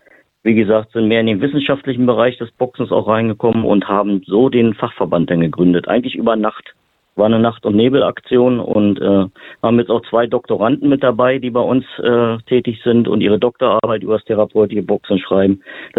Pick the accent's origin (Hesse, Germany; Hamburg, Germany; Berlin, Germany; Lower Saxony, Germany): Berlin, Germany; ich komme aus Berlin